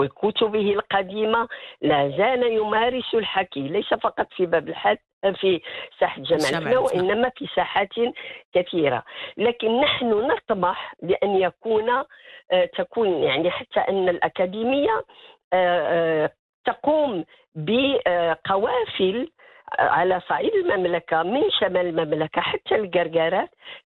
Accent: Morocco; وهذا ما يميزنا نحن كمغاربة على باقي دول العالم.

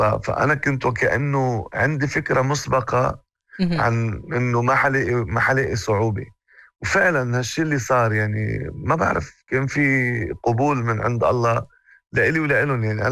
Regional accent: Lebanon; moved away as an adult; now in Morocco; أنا ظهرت من لبنان مش عارف أي اتجاه رايح فيه. يعني وصلت سوريا، الأردن، دبي. من دبي كان قراري أني أنا لازم أجي على المغرب. أنا خدت قرار أني أجي على المغرب، خدت قرار استقرار.

